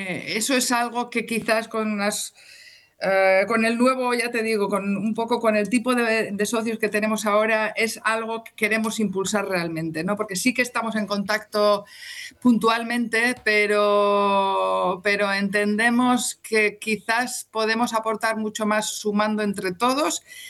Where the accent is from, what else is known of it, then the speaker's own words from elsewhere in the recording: Basque Country, Spain; now in Belgium; ¿Qué somos los vascos?